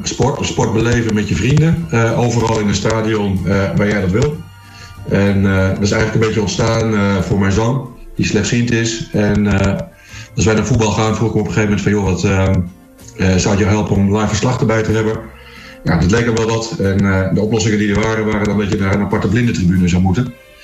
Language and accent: Dutch; Zwolle, Overijssel, Netherlands; Ik kom uit Zwolle, zeg maar, dus we hebben seizoenskaarten bij PEC.